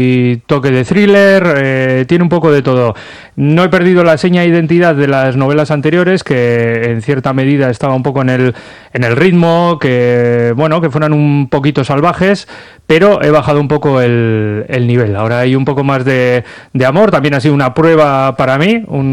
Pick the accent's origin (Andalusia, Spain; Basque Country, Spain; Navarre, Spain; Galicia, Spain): Basque Country, Spain; Santurtzi; reivindico mi procedencia, porque yo soy de Santurchi, pero por encima de eso soy de Cabieces.